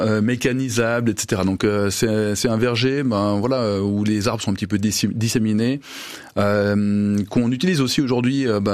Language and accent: French; Denain, Hauts-de-France, France; born or raised there